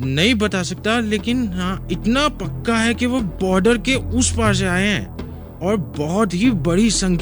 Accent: Garkone, Ladakh, India; साहब मेरा गांव है घरकोन, ये कारगिल शहर से 60 किलोमी

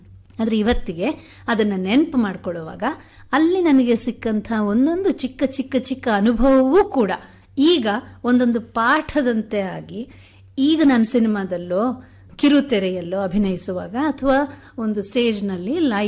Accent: Puttur, Karnataka, India; born there; ಪುತ್ತೂರಿನಲ್ಲಿ ನಾನು ಓದ್ತಾ ಇದ್ದಾಗ

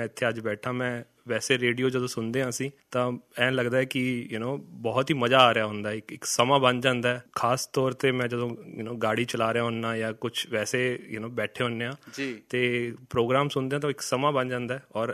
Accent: Bathinda, Punjab, India; moved away as an adult; also born or lived in Chandigarh; now in Bangalore, India; ਬਠਿੰਡਾ ਹੀ ਮੈਂ ਪੈਦਾ ਹੋਇਆ, ਉਸ ਤੋਂ ਬਾਅਦ ਮੇਰੀ ਸਕੂਲਿੰਗ ਵਗੈਰਾ ਸਭ ਬਠਿੰਡੇ ਦੀ ਹੈ। ਮੈਂ ਆਪਣੇ ਮੋਮ ਡੈਡ ਨਾਲ ਰਹਿੰਦਾ, ਮੇਰੀਆਂ ਸਿਸਟਰਸ ਹੈ ਉਹ ਬਾਹਰ ਸੈਟਲਡ ਹੈ। ਮੇਰੀ ਜੋ ਕਾਲਜ ਰਿਹਾ ਮੇਰਾ ਉਹ ਚੰਡੀਗੜ੍ਹ ਤੋਂ ਰਿਹਾ, ਔਰ ਪਿਛਲੇ 8 ਸਾਲ ਤੋਂ ਮੈਂ ਬੈਂਗਲੌਰ ਦੇ ਵਿੱਚ ਕੰਮ ਕਰ ਰਿਹਾ।

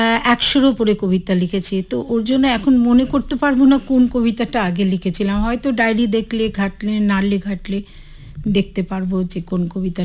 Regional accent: Durgapur, West Bengal, India; যেহেতু আমি 25 বছর ধরে, 25 না 30 বছর আমি উত্তরবঙ্গেতে আছি। আমি দক্ষিণবঙ্গের মেয়ে এবং আমি দুর্গাপুরের মেয়ে।

